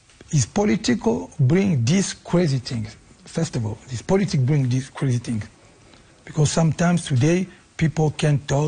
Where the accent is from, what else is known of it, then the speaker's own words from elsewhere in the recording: DR Congo; I'm from Congo. We're supposed to talk for this situation in Congo, but all Africa.